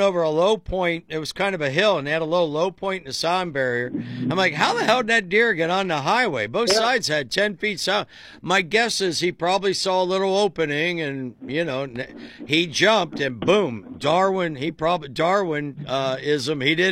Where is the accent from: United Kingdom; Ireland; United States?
United States; Tuscarawas County, Ohio; I grew up in Tuscarawas County.